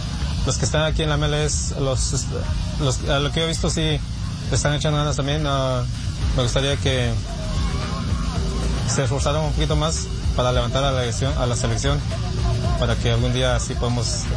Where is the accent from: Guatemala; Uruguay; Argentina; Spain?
Guatemala; now in Houston, United States; Soy de Guatemala.